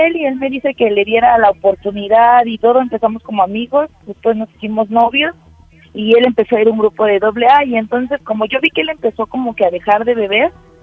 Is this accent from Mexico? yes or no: yes; State of Mexico, Mexico; Soy del Estado de México y tengo 36 años.